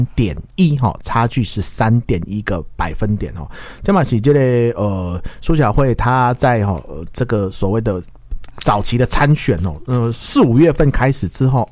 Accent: Kaohsiung, Taiwan; 他昨天在造势晚会上其实讲了一句我干嘛我身为高雄人听起来我有点怕怕的话

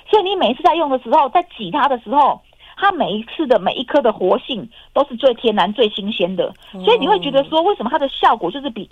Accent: Taiwan; 因为日本的日本的收入是我们台湾人的4倍。

